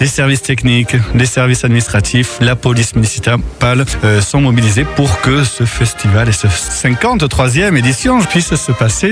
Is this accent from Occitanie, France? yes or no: yes; Condom, Occitanie, France; quand on dit qu'on est de Condon, quand je dis que je suis le maire de Condon, tout de suite c'est le festival de Bandas à laquelle on pense.